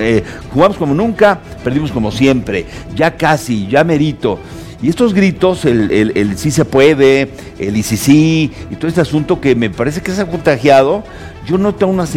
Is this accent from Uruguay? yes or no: no; Mexico; estamos unidos como una piña en este momento todos los mexicanos